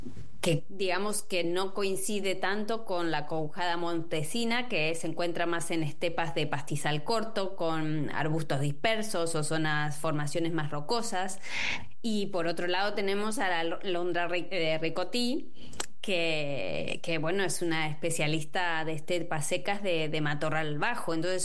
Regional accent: Argentina; now in Spain; Yo soy argentina, bueno, crecí allá.

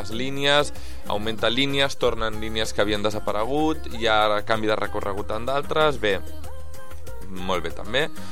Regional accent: El Prat de Llobregat, Catalonia, Spain; Els que som del Prat

